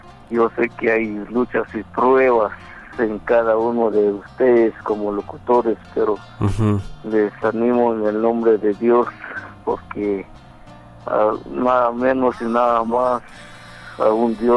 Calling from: Patzún, Chimaltenango, Guatemala; Aquí en Patún

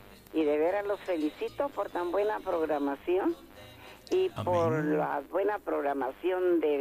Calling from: Guatemala City, Guatemala Department, Guatemala; Le estoy llamando de aquí de Concepción La Loma, zona 16.

